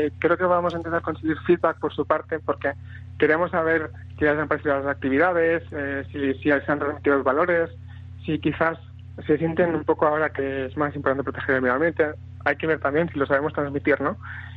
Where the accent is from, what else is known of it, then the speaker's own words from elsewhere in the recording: Catalonia, Spain; Yo, por ejemplo, soy del Delta del Ebro, de Tarragona, es una zona preciosa